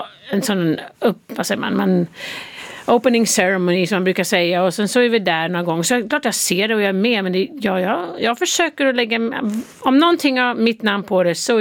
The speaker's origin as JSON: {"language": "Swedish", "country": "Sweden", "lives_now": "United States", "said": "Ja, jag är fortfarande svensk medborgare. Det måste jag tala om. Barnen är ju svensk medborgare också, så jag försöker hålla den kontakten."}